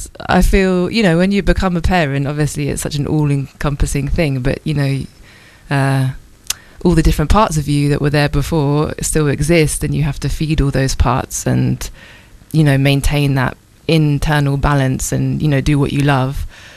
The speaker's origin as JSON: {"language": "English", "town": "Southampton", "region": "South East England", "country": "United Kingdom", "tie": "born or raised there", "also_born_or_lived": "London", "moved": "as an adult", "said": "I grew up in Southampton."}